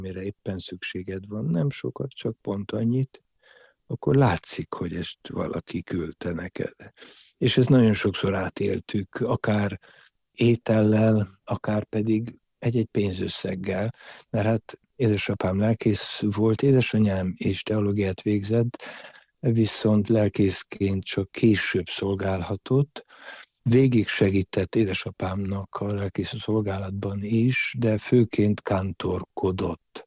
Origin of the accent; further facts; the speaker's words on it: Dej, Cluj County, Romania; Nekem az a gyerekkorom, mert Szováton csak az Ikrek és a következő István testvérem született, utána pedig a többiek már désiek vagyunk inkább.